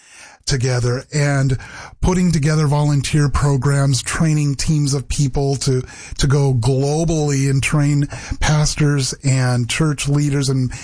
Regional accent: Vancouver, Washington, United States; also born or lived in South America; I grew up right here in the Pacific Northwest in Vancouver, Washington. Was born and raised there, but quickly after graduating from the university, I actually found myself down in South America.

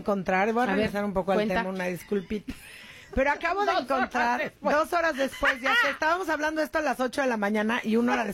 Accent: Mexico; que si españoles, que si indígenas, somos mexicanos, señoras y señores, y basta

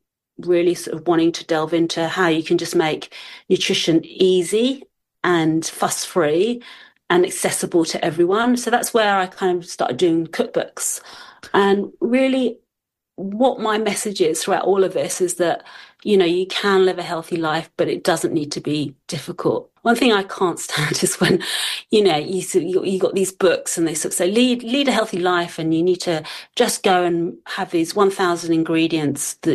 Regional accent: London, United Kingdom; accent: English; moved away; I was born in London. I was actually born right in the centre, so St Thomas's Hospital, which is like a stone's throw from Waterloo. And I literally lived 5 minutes from Waterloo.

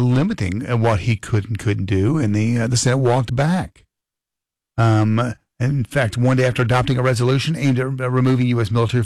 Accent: Kentucky, United States; I'm in Fayette County. It's $3.57 a gallon. My hometown county, Hancock County, $3.40.

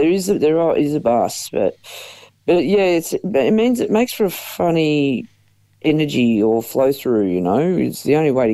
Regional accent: Port Albert, Victoria, Australia; But my grandparents eventually bought the general store in Port Albert, and that's how come we ended up there. So, mum and dad moved down there. And so when I grew up there

